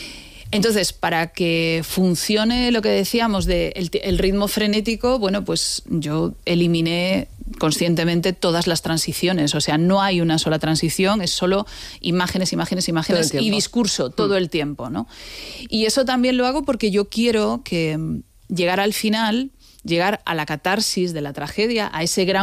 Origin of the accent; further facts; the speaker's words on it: A Coruña, Galicia, Spain; Soy gallega, digámoslo, sí. Soy gallega. Gallega de A Coruña.